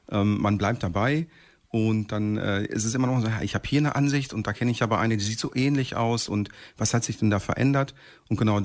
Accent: Bockum-Hövel, North Rhine-Westphalia, Germany; also born or lived in Heessen; Ja, ich bin zwar in Heesen geboren, aber das ist doch das Einzige, was ich dann mal außerhalb von Bockum-Höfel so gemacht habe. Ansonsten immer schon in Bockum-Höfel und da fühle ich mich wohl und da werde ich auch bleiben.

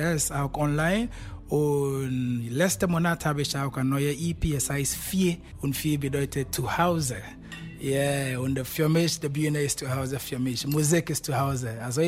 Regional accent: Ghana; now in Germany; Ich komme aus Ghana, ja, aber ich wohne jetzt seit 10 Jahren in Deutschland.

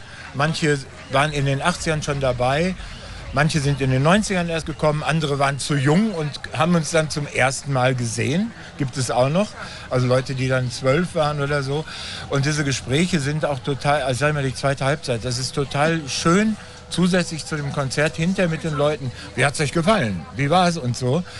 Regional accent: Heggen, North Rhine-Westphalia, Germany; Außerdem bin ich ja Sauerländer und wohne ja. Oh. Ja, ich komme aus Heggen. Also hier um die Ecke.

